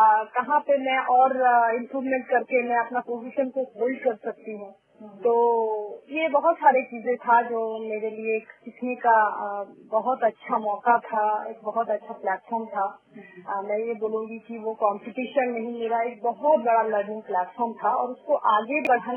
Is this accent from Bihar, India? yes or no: no; Jharkhand, India; Actually मैं झारखंड के ही, basically मैं झारखंड से बिलोंग करती हूँ।